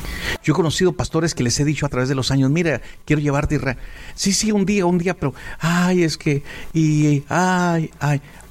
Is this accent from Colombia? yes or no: no; Ciudad Juárez, Chihuahua, Mexico; now in Los Angeles, United States; Nosotros no somos de Los Ángeles, estamos en Los Ángeles. En cada estado que estamos, nosotros somos de Ciudad Juárez. Y no estábamos ni en Ciudad Juárez, pero deseábamos estar en nuestro México lindo y querido.